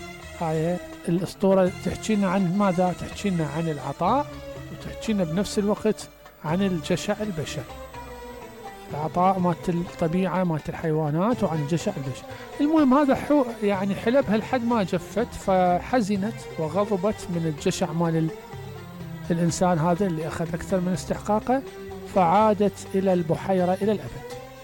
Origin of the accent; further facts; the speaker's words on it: Iraq; احنا ما عندنا بالعراق